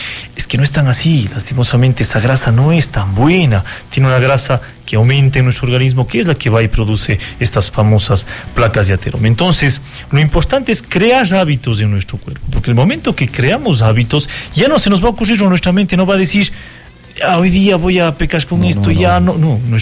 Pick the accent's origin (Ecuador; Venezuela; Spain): Ecuador; Cuenca, Azuay; Como buen cuencano que somos, ecuatorianos.